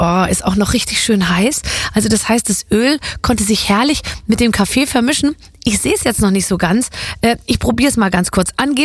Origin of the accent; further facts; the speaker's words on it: Germany; ich bin ja auch eine Deutsche und keine Italienerin.